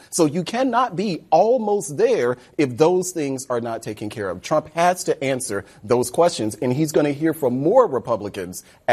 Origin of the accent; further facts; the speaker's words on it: Mississippi, United States; my home state Senator Roger Wicker of Mississippi